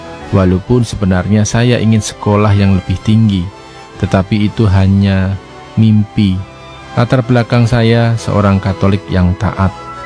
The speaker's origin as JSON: {"language": "Indonesian", "region": "South Sulawesi", "country": "Indonesia", "tie": "born or raised there", "said": "Saya dibesarkan dari keluarga yang turun-temurun miskin dan saya berasal dari Toraja, Sulawesi Selatan."}